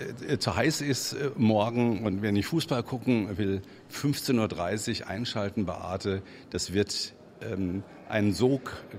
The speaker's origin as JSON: {"language": "German", "town": "Wiesbaden", "region": "Hesse", "country": "Germany", "tie": "born or raised there", "said": "Als gebürtiger Wiesbadener kann man gar nicht anders. Denn ich bin ja aufgewachsen hier mit dieser Region"}